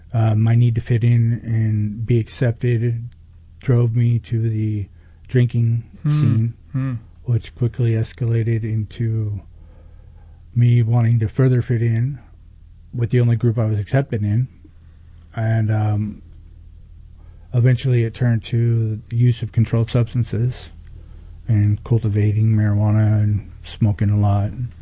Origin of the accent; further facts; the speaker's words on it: California, United States; born there; also born or lived in Humboldt County, California; eventually we moved from Southern California when I was around 11 up to northern Humboldt County.